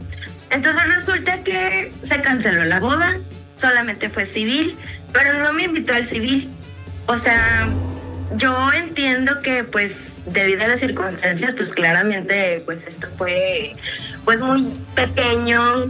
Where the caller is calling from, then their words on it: Nuevo León, Mexico; En Nuevo León